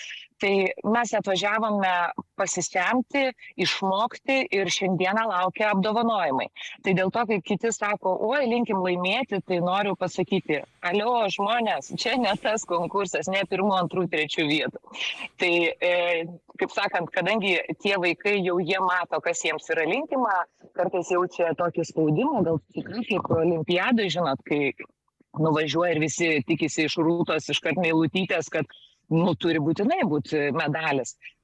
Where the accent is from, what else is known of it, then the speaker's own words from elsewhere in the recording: Vilnius, Vilnius County, Lithuania; moved away as an adult; now in Klaipėda, Lithuania; aš pati esu Vilnietė iš tikrųjų ir kai išvažiavau gyventi Klaipėdą